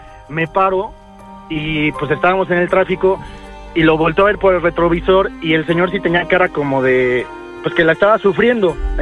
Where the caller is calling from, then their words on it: Mexico City, Mexico; De la Ciudad de México.